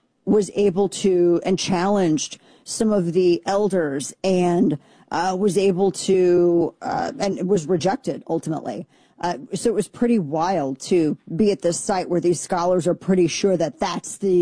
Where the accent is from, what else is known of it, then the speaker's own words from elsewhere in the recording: Texas, United States; I'm like, I am also from Texas.